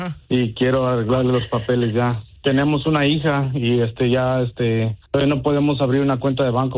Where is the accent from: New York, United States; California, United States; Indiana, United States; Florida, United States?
California, United States; Los Angeles; yo soy nacido en Los Ángeles, originario de Los Ángeles